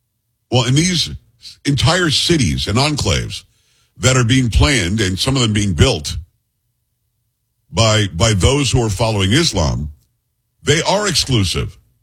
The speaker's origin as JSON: {"language": "English", "country": "United States", "said": "But I'm American, man. I'm American first. Period. I'm an American before I'm anything. I often say I'm an American of Italian descent."}